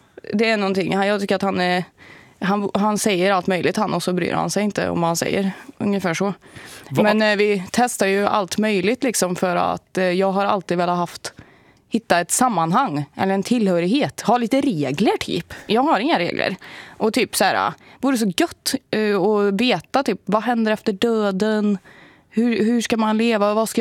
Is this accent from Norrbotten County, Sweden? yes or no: no; Värmland, Sweden; jag är från Värmland